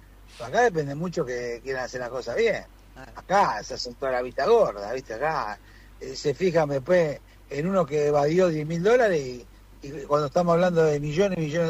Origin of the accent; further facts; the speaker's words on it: Argentina; A mí como argentino me da vergüenza ver tantas cosas que vemos